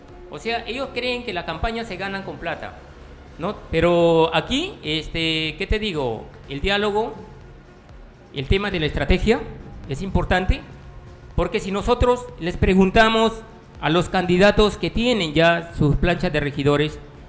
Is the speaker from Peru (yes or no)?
yes; Tambogrande, Piura, Peru; mi pueblo de Tambo Grande.